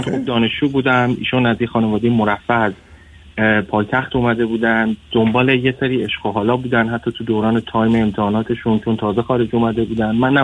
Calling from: England, United Kingdom

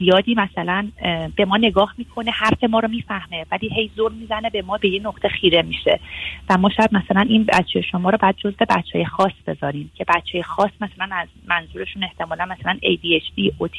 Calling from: Germany; ما از آلمان هستیم آقای دکتر.

